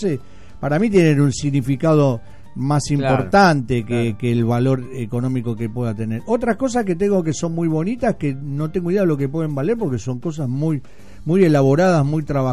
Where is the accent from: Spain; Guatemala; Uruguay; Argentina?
Argentina; Como buen argentino, todo lo atamos con alambre.